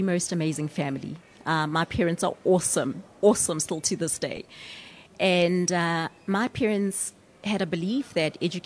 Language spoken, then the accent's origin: English; Johannesburg, Gauteng, South Africa; born there; also born or lived in Mathibestad / Bryanston; I spent my childhood in the village of Matibestad and Alexandra Township and then Bryanston. So, and a lot of South Africans are that, right, where we have a foot in many places, the village, the township, the suburban experience.